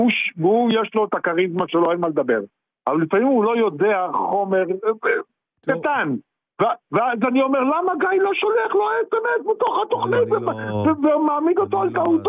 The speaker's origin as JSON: {"language": "Hebrew", "town": "Haifa", "region": "Haifa District", "country": "Israel", "tie": "born or raised there", "said": "אני גם יליד קריית אליעזר וחיפה"}